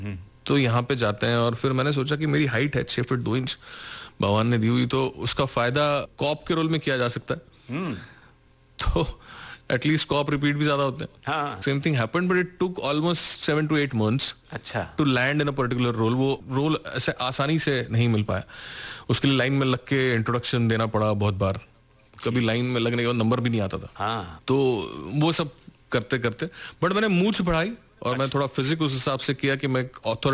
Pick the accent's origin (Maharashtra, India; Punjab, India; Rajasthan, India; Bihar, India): Maharashtra, India; first language Marathi; Hindi is a second language; मराठी मेरी mother tongue है.